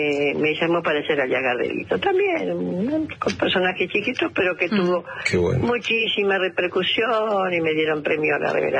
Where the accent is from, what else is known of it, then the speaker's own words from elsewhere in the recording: Villa Ballester, Buenos Aires Province, Argentina; born there; Yo nací en Buenos Aires, en Villa Ballester, ajá, en la provincia de Buenos Aires.